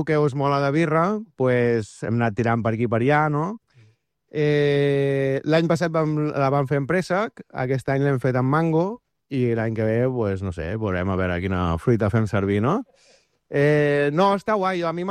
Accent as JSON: {"language": "Catalan", "town": "Arenys de Mar", "region": "Catalonia", "country": "Spain", "said": "Arenys de Mar, sempre. Capital de l'Almaresma."}